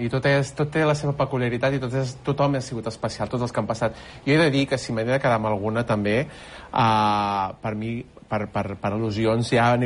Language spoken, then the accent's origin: Catalan; Catalonia, Spain; nosaltres som del Baix Penedès, eh? I de rural